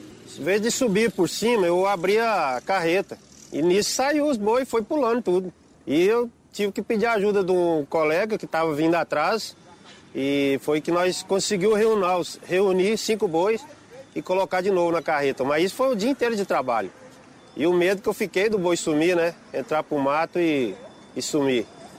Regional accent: Goiás, Brazil; Sou goiano, moro em Goiás, Uruaçu, né? Interior de Goiás aqui.

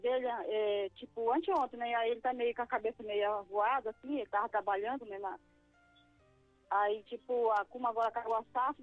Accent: Amazonas, Brazil; nós somos lá do Amazonas, aí eu vim pra cá pra trabalhar.

